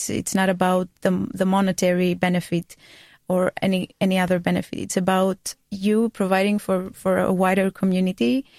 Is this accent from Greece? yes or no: yes; Greece; moved away; I'm from Greece.